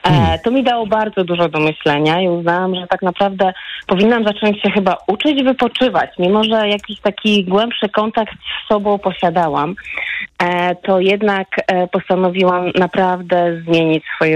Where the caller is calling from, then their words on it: Gdańsk, Pomeranian Voivodeship, Poland; Ja powiedziałam, że jestem z Gdańska, ale przez chwilę się zawahałam, bo faktycznie dzisiaj przyjechałam do Gdańska.